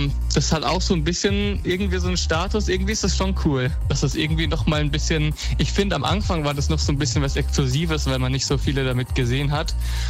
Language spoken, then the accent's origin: German; Tauberbischofsheim, Baden-Württemberg, Germany; Ich komme aus dem Tauber Bischofsheim, es wäre dann TBB gewesen. Und jetzt habe ich ein MGH-Kennzeichen.